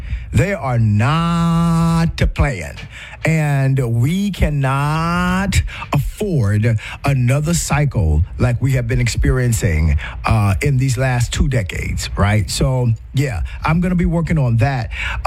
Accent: South Carolina, United States; my home state of South Carolina

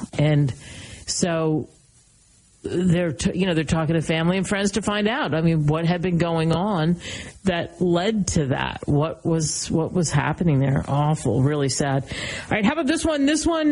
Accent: California, United States; I'm born and raised in California. I love it. I can't imagine living anyplace else

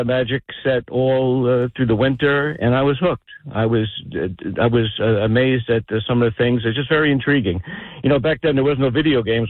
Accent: Clark, New Jersey, United States; I grew up in Clark.

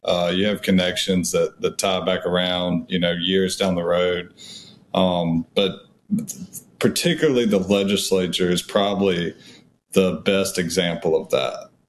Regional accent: Pascagoula, Mississippi, United States; you grow up in a place like where I grew up in Pascagoula, or it really anywhere in the state of Mississippi

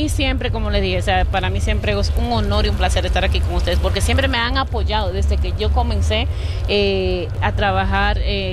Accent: Dominican Republic; now in New York, United States; nosotros como dominicanos, como latinos

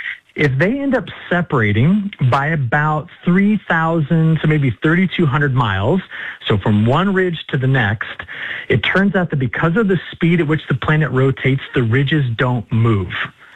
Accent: Illinois, United States; born there; there's tons of rain across my home state of Illinois. In fact, it's raining here right now.

